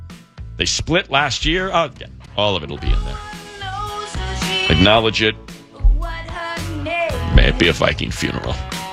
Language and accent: English; Brooklyn, New York, United States; I'm from Brooklyn.